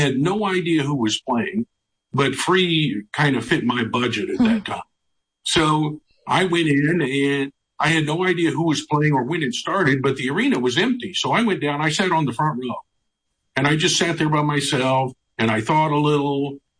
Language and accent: English; Tulsa, Oklahoma, United States; born or raised there